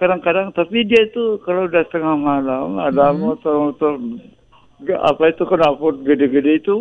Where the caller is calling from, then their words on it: West Sumatra, Indonesia; saya justru di daerah Pekandangan ini.